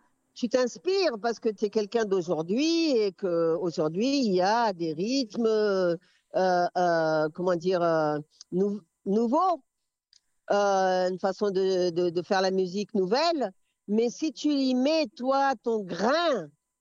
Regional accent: France; also born or lived in Comoros; Je me reconnais française aussi, hein. Moi, j'ai grandi en France. Et en plus, mon grand-père s'appelait Alphonse. Alors, c'est pour dire, tu vois, j'ai aussi du sang français, tu vois. Non, mais je l'assume, je suis française aussi, je suis comorienne.

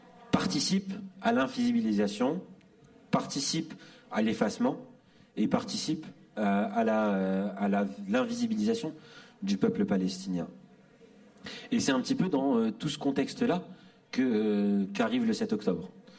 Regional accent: Bordeaux, Nouvelle-Aquitaine, France; Moi, je viens de Bordeaux

